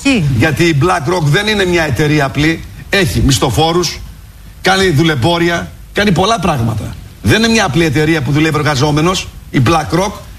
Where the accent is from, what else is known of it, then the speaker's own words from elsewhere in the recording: Greece; now in Germany; Τώρα, εγώ Έλληνας γεννήθηκα στη Γερμανία. Έλληνας νιώθω. Ό,τι και να μου κάνετε, Έλληνας ήμουν, Έλληνας είμαι, Έλληνας θα παραμείνω, άσχετα αν μένω στη Γερμανία.